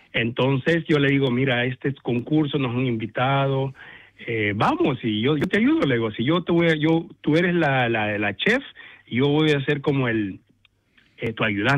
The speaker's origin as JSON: {"language": "Spanish", "country": "El Salvador", "said": "Sí, a mí los platillos de mi región, yo soy de El Salvador, y las pupusas son como el plato predilecto de los centroamericanos"}